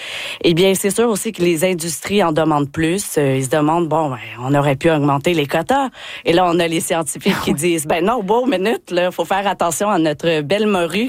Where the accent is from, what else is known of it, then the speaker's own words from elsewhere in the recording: Quebec, Canada; accent: Québécois; now in Newfoundland and Labrador, Canada; depuis que je suis arrivée à Terre-Neuve et Labrador, là, vous pouvez l'entendre par mon accent, je suis québécoise, là